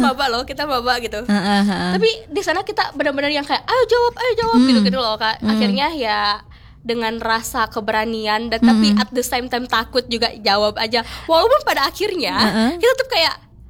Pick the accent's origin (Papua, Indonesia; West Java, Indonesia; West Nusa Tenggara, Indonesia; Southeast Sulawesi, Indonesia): West Java, Indonesia; Sukabumi; Aku dari Sukabumi.